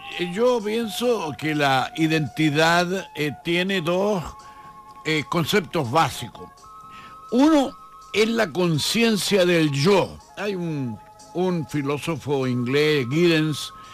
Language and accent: Spanish; Chile; born there; Yo soy chileno porque yo quiero esta tierra, porque esta es mi tierra donde yo nací. Bueno, los padres míos, que también son chilenos